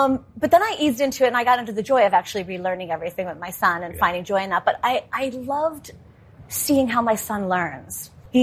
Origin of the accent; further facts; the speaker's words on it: New York, United States; And as a New Yorker, it still makes me tear up a little bit.